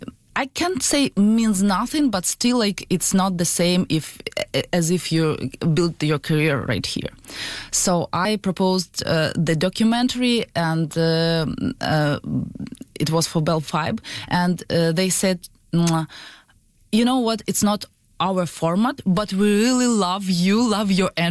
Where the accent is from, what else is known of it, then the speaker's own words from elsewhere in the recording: Ukraine; now in Canada; A little bit based on my own story as well, because I came from Ukraine as well, but I'm not an actress. And of course, as a newcomer, I faced all the challenges that usually face every single newcomer.